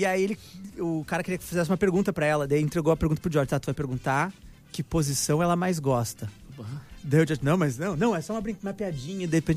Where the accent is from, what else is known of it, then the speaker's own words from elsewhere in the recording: Rio Grande do Sul, Brazil; Eu sou gaúcho. Eu não tenho família aqui.